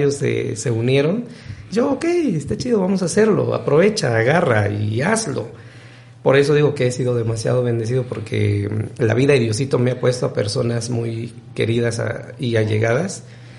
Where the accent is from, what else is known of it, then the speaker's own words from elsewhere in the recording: Totontepec, Oaxaca, Mexico; Soy de Totontepec, soy de la sierra.